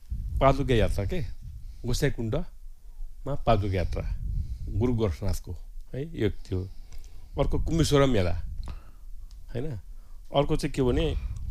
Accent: Kathmandu, Bagmati, Nepal; तर म चाहिँ यहाँ काठमाडौँको हुनाले

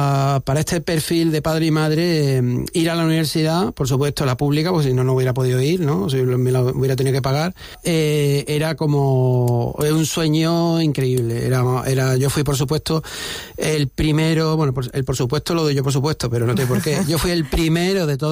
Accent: Málaga, Andalusia, Spain; No, yo soy de Málaga, lo que pasa es que acabé en Torremolinos otra vez por mi madre también.

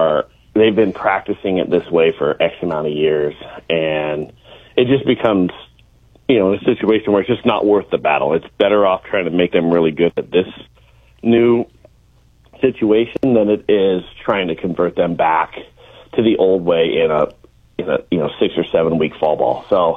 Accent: West Coast, United States; I grew up on the West Coast watching the Dodgers, the Giants, the A's, and all those teams

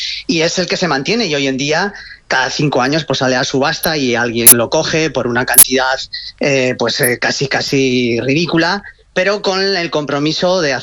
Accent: Spain; los pueblos de España se quedan solamente con personas mayores, con gente muy mayor. Por lo menos en mi pueblo ocurrió eso.

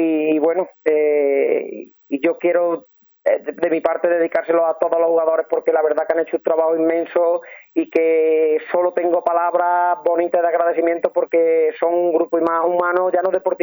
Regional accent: Pedrera, Andalusia, Spain

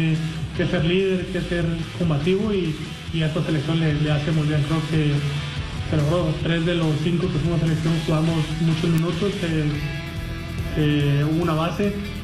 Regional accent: Mexico; como mexicanos no creemos que podemos y hay que hacernos creer que podemos

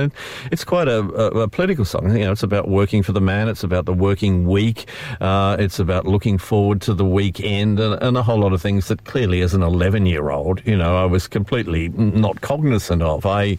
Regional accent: Launceston, Tasmania, Australia; I was lucky growing up in Launceston in the, you know, I was born in 1956, so we're talking the early 60s here.

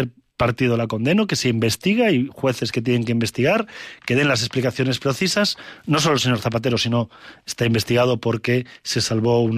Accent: Spain; a mí como español me avergüenza profundamente lo que estamos viendo

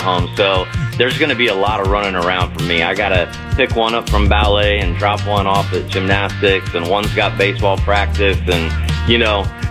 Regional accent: Indianapolis, Indiana, United States; It makes my day every time I hear you in Indy, so thank you for being in my hometown area.

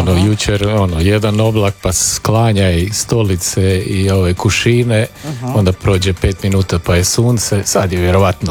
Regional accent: Split, Split-Dalmatia County, Croatia; born there; kad sam se ja rodio, mama je bila u Vranjicu i ja sam rođen u Splitu

